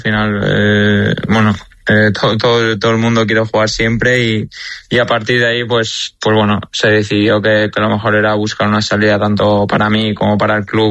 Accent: Valencia, Valencian Community, Spain; yo me he criado allí, soy de Valencia y voy a ser de Valencia toda la vida

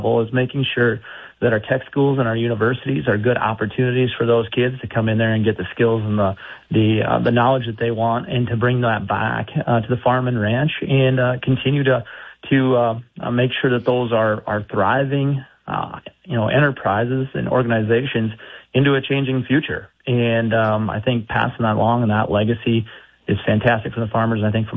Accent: Arlington, South Dakota, United States; now in Madison, United States; a place like where I grew up in Arlington or Madison, where we live now

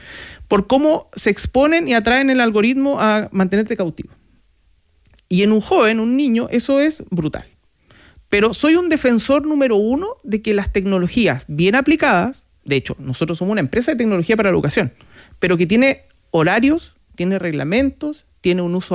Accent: Punta Arenas, Magallanes and Chilean Antarctica, Chile; moved away; Y yo soy de Punta Arenas, imagínate.

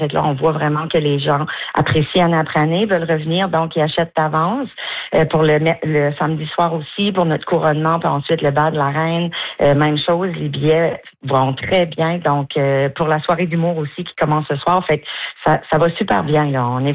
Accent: Maisonnette, New Brunswick, Canada; born there

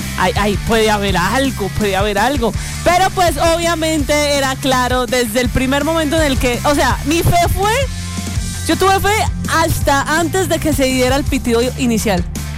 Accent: Panama; ¡Arriba Panamá! Soy panameña desde la cuna.

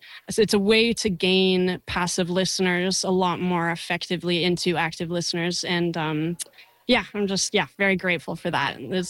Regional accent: Salt Spring Island, British Columbia, Canada; I'm from Salt Spring and I'm just, you know, hippie at heart.

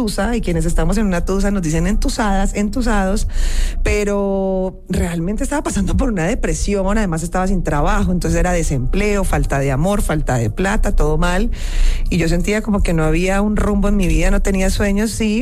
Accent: Cali, Valle del Cauca, Colombia; now in Bogotá, Colombia

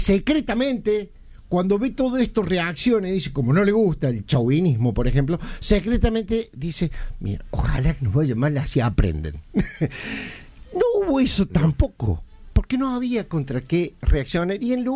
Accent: Argentina; finalmente nos vamos identificando poco a poco como argentinos, con lo bueno, lo malo, somos argentinos. Pues ya no somos hijos de italianos, ya no somos italianos, españoles, originarios, españoles, alemanes, bolivianos.

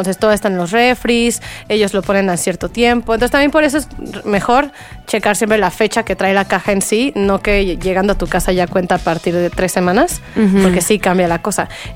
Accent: Querétaro, Mexico; Yo soy de Querétaro y justo vengo aquí de visita.

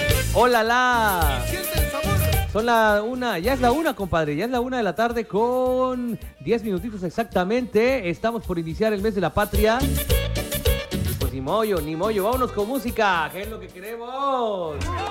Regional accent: Mexico

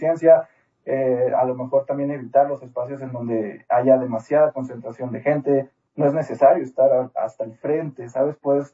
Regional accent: Mexico; es una buena manera de expresar esa emoción que tenemos aquí como mexicanos de tener este evento histórico.

